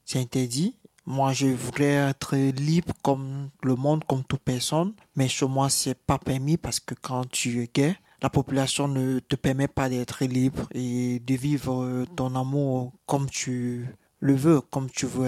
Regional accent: Cameroon

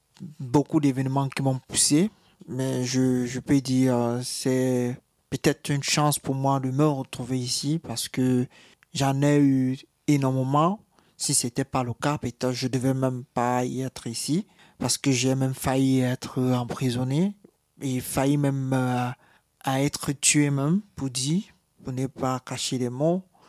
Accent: Cameroon; je viens du Cameroun, j'ai 34 ans, d'origine Sawa et Bamileke, de père Sawa et de mère Bamileke.

